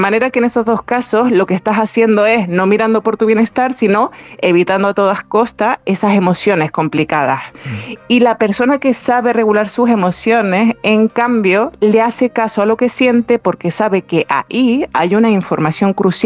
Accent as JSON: {"language": "Spanish", "region": "Canary Islands", "country": "Spain", "accent": "Canarian", "said": "Imagínate que tienes un pozo o pozo, que yo soy con mi canario me sale pozo"}